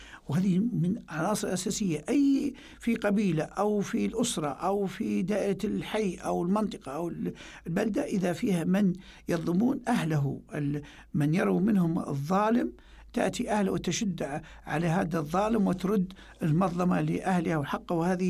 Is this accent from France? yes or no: no; Libya; في حقوق نحن كليبيين كدولة ليبية، عندنا حقوق ما بين بيتي وبيت الجاري